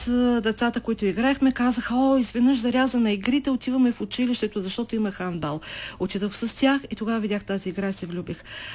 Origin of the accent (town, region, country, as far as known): Plovdiv, Plovdiv Province, Bulgaria; born or raised there